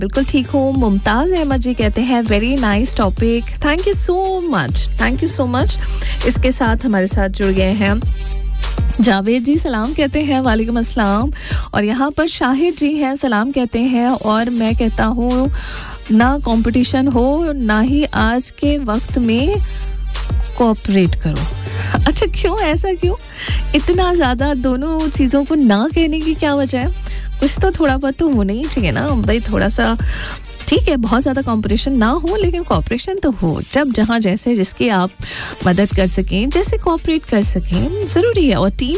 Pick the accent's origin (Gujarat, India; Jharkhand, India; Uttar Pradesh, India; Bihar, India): Uttar Pradesh, India; Aligarh; नहीं मैं मुजफ्फरनगर से नहीं अलीगढ़ से हूँ.